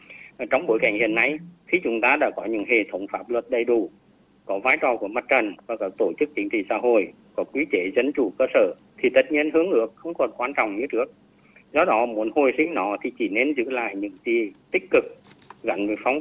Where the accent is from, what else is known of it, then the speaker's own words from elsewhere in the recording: Vietnam; Ở xã quê tôi, một xã nông thôn mới của tỉnh Hà Tĩnh, đình làng vẫn được tồn tại là nơi sinh hoạt văn hóa tâm linh, thờ tự của dân làng.